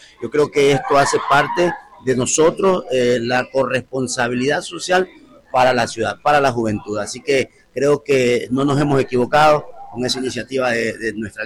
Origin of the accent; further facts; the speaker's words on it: Manta, Manabí, Ecuador; yo soy de Manta, yo soy hincha del fin